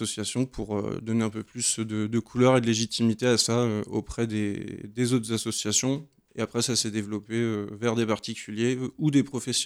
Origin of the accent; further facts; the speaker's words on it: Tours, Centre-Val de Loire, France; Tourangeau.